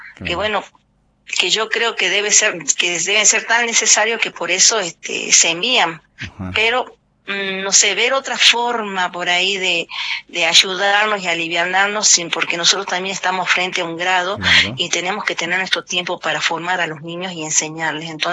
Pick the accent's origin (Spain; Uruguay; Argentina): Argentina; Palpalá, Jujuy; Yo soy de Pálpalá, del departamento Pálpalá.